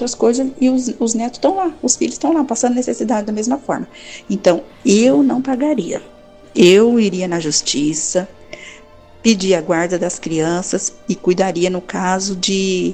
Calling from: São Paulo, Brazil; sou daqui do interior de São Paulo.

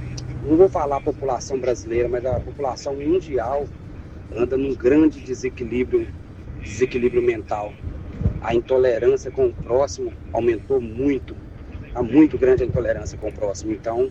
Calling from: Pouso Alegre, Minas Gerais, Brazil; Sou do Mar Gomes, aqui do bairro JK3.

